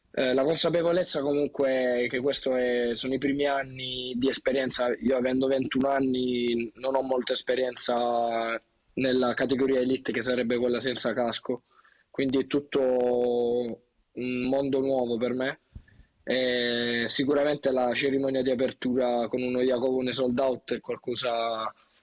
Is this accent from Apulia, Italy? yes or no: yes; Taranto, Apulia, Italy